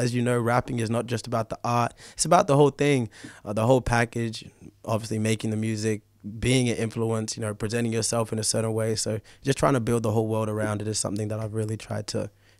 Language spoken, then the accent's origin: English; Norwich, East of England, United Kingdom; moved away; I was actually born and bred in the United Kingdom, just like you, my brother. But I'm from Norwich, so, born in Norwich. My family moved over here for work, regular thing.